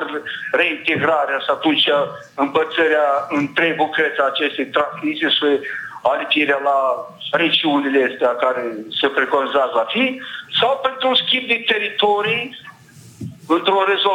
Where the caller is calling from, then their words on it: Moldova; Sunt din Smiștea